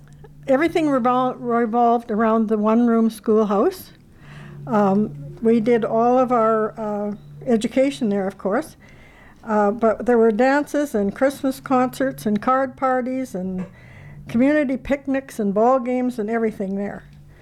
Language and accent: English; Saskatchewan, Canada; Well, I grew up back in the sticks. There were 8 school districts and no town.